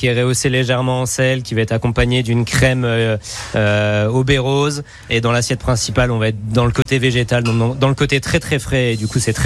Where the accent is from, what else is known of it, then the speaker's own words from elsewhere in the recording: Hauts-de-France, France; moved away as an adult; now in Reims, France; Non, je viens de l'Aisne, un petit village donc à côté